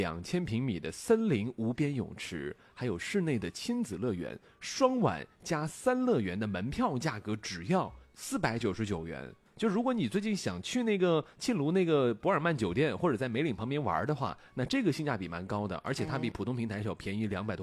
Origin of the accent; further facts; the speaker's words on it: Pingxiang, Jiangxi, China; moved away; 我的老家萍乡武功山